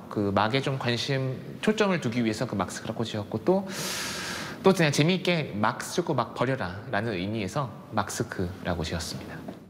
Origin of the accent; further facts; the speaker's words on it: Daejeon, South Korea; 카이스트 바로 옆에서 태어나서 자라왔습니다.